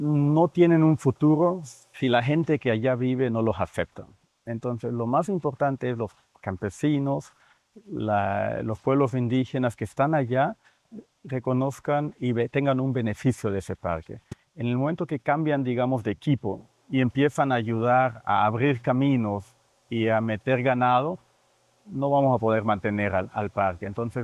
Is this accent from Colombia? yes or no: yes; Colombia; porque realmente es imposible no estar orgulloso como colombiano de Chiribiquete